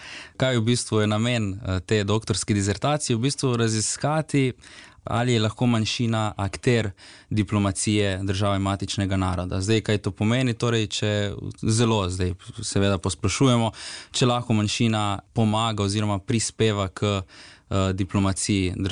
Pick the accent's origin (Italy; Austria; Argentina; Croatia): Croatia; Rijeka, Primorje-Gorski Kotar County